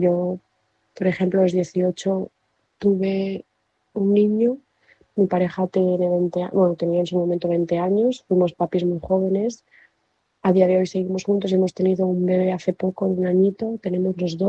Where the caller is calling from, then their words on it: Barcelona, Catalonia, Spain; Yo soy … de Barcelona